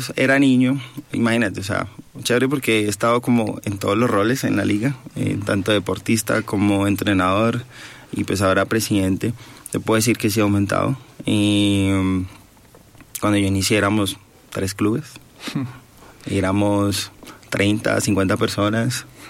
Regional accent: Bogotá, Bogotá D.C., Colombia; born there; yo practico béisbol desde que tengo 5 años aquí en Bogotá

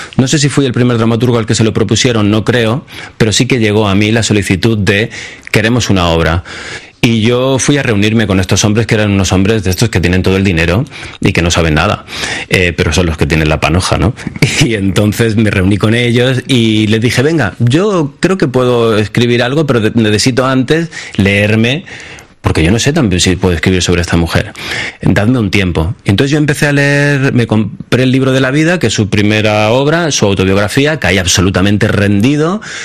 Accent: Spain

